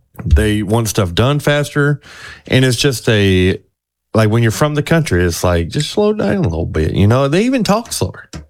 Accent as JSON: {"language": "English", "area": "Breckinridge County", "region": "Kentucky", "country": "United States", "said": "I'm from Brett County. So I'll say, hey, I'm from Brett County. You got to slow it down for me. A lot of people say that just because it's a slower paced community."}